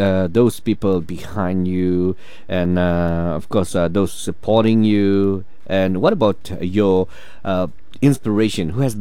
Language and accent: English; Malaysia; as a Malaysian.